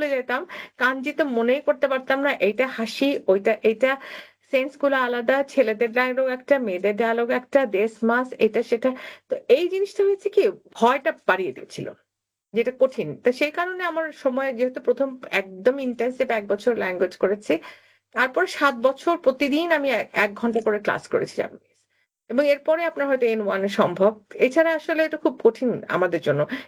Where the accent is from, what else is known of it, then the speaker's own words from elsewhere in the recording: Dhaka, Dhaka Division, Bangladesh; আসলে আমার জন্ম ঢাকায়, আমি বড় হয়েছে রামপুরাতে, আমার দাদার বাড়ি গোপালগঞ্জে।